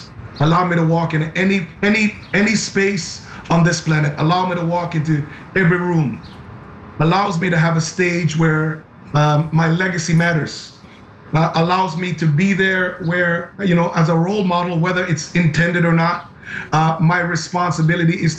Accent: Canada; Yes, I live in Canada, I'm Canadian.

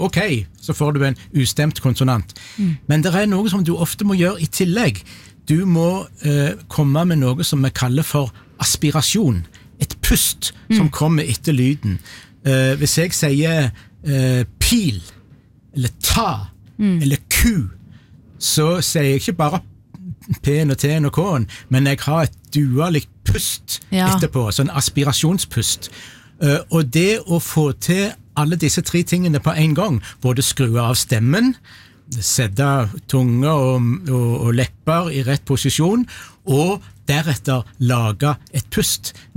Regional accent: Rogaland, Norway

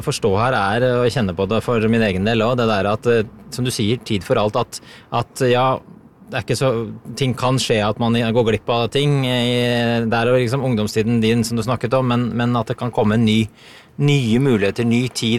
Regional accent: Lillehammer, Innlandet, Norway; now in Oslo, Norway; Vi er jo to bygdefolk fra Lillehammer og Flisa her

